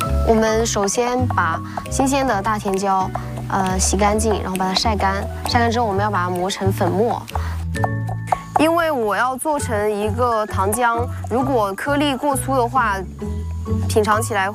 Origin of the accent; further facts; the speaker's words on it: Shaodong, Hunan, China; 湖南邵阳邵东人。因为我本身是湖南人，而且呢我们湖南人就爱吃辣嘛